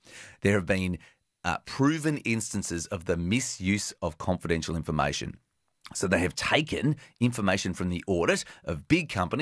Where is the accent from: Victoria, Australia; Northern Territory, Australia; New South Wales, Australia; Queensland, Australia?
Victoria, Australia; Sale; I grew up in Sale in beautiful Gippsland in the pointy part of Victoria, but I've been living in big cities for the past 3 decades.